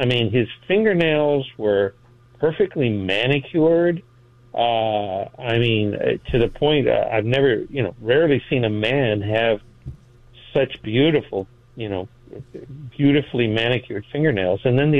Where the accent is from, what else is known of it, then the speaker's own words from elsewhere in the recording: Los Angeles, California, United States; born there; No, look, I was born in East Los Angeles. So right off the bat, you know, I'm born on the wrong side of tracks, of the tracks in L.A., right?